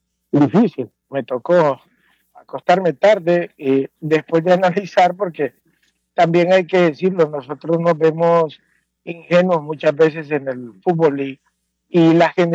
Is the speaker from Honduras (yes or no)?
yes; Honduras; yo soy hondureño y vivo en Honduras